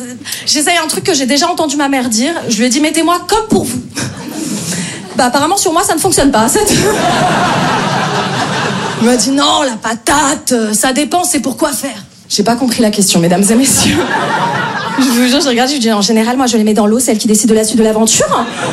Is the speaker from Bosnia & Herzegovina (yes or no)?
no; Paris, Île-de-France, France; Je me présente … moi je viens de Paris, j'essaye de jouer un peu dans plein de villes en France.